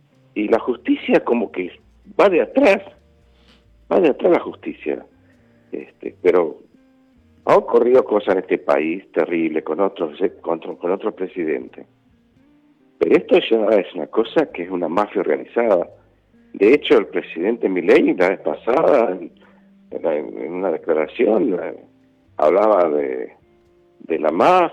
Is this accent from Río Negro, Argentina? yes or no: yes; Río Negro, Argentina; De Río Negro, de General San Lorenzo.